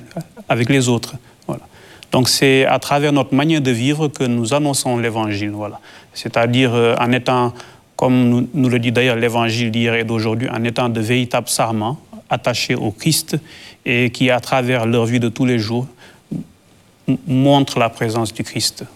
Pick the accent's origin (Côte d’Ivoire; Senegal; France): Senegal; moved away as an adult; now in Mauritania; en tant que Sénégalais